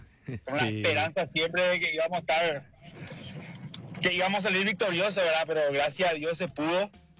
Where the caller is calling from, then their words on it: Paraguay; Y la verdad, como un paraguayo, ¿verdad?